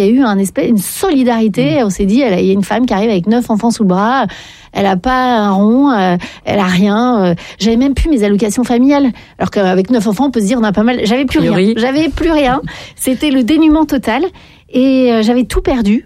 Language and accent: French; Paris, Île-de-France, France